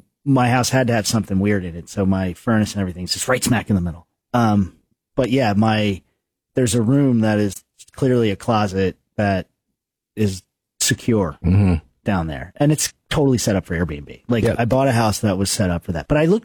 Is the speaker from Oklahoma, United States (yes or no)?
no; New Jersey, United States; moved away; where I grew up on the Jersey Shores